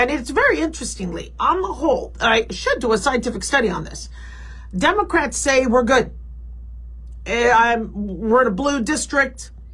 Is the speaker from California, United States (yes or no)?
yes; California, United States; now in Nevada, United States; I'm from California. If I could move back to California and afford living there, I would. But I'm really happy here in Nevada